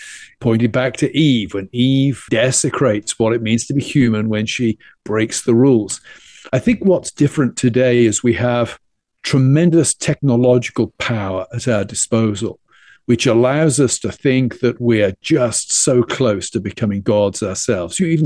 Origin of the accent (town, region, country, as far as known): South West England, United Kingdom; born or raised there